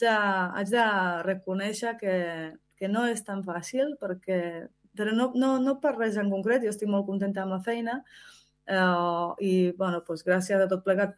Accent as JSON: {"language": "Catalan", "country": "Slovakia", "also_born_or_lived": "Czechoslovakia", "second_language": "Catalan", "moved": "yes", "lives_now": "Sant Feliu, Spain", "said": "Jo soc d'origen eslovaca. Vaig néixer a l'antiga Txecoslovàquia, que formava part dels països socialistes."}